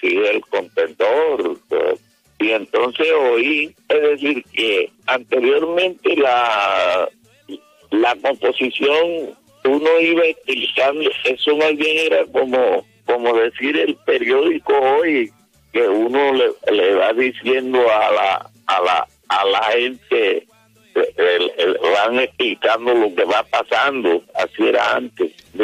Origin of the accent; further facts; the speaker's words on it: El Paso, Cesar, Colombia; Somos nativos todos del Paso Cesar, nací en el año